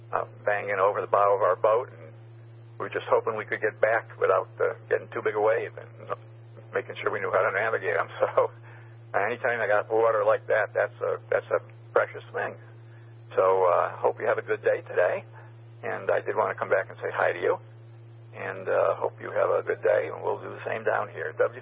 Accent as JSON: {"language": "English", "region": "New England", "country": "United States", "said": "I'm originally from New England, and so we were always traveling in the wider area around there."}